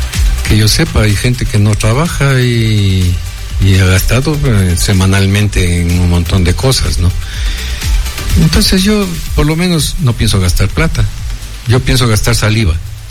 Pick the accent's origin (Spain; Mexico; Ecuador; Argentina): Ecuador; Ibarra, Imbabura; yo soy un ibarreño querendón de mi tierra y mi familia así lo ha sido